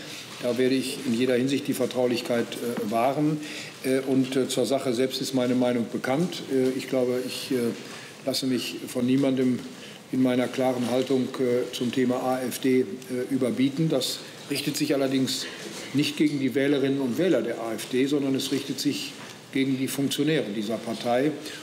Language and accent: German; North Rhine-Westphalia, Germany; ich komme aus dem Land Nordrhein-Westfalen.